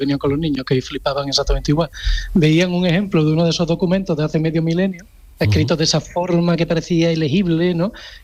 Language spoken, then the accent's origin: Spanish; Andalusia, Spain; la radio pública, que es la más escuchada de Andalucía, que es mi tierra, es un verdadero privilegio.